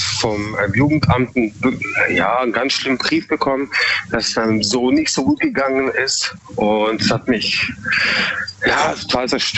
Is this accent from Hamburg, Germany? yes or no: no; Freiburg, Baden-Württemberg, Germany; Ich bin aus Freiburg.